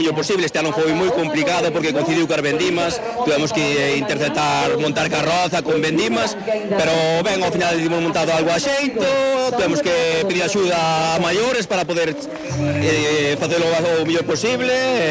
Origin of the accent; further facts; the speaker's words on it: Gomariz, Galicia, Spain; somos de Gomariz, pero tamén somos de Concello de Leiro, e gustanos vir a esta festa.